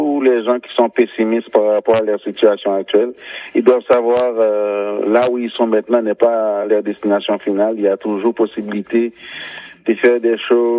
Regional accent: Haiti; Mais étant donné que je suis haïtien, j'ai quand même un parcours assez atypique.

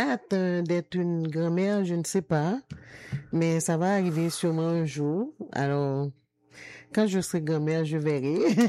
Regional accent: Haiti; moved away; Mais ça, peut-être que ça change de plus en plus parce que ça fait longtemps que j'ai quitté Haïti.

